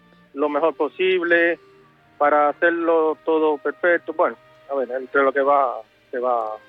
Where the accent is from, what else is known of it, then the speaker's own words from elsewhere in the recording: Havana, Cuba; yo vengo de La Habana, y ahí hay muchos locales así típicos